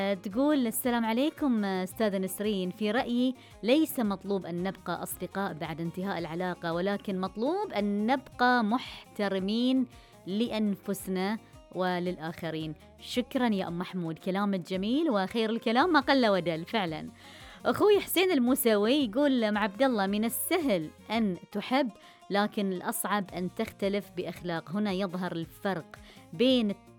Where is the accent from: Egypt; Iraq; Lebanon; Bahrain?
Bahrain; احنا هني في البحرين دايما تربينا وجبلنا على الطيبة على الأخلاق على الكلمة الطيبة على السنة على الذرابة